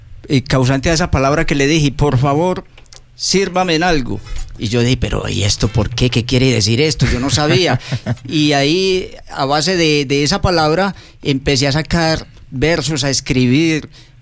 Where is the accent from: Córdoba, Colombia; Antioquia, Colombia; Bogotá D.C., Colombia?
Antioquia, Colombia; Campamento; es un placer inmenso estar aquí en mi pueblo querido.